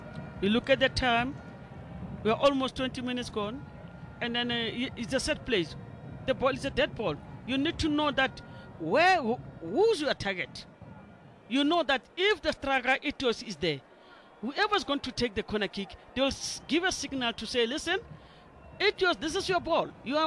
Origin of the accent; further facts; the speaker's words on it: Pretoria, Gauteng, South Africa; I come from Pretoria.